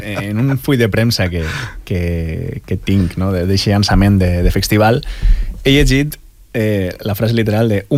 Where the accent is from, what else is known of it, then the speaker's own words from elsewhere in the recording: Benidorm, Valencian Community, Spain; el meu poble és Benidorm